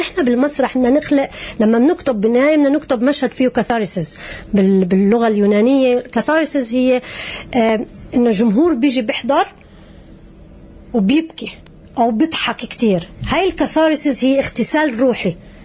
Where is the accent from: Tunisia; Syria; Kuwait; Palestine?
Syria; أنا كلاجئة فلسطينية سورية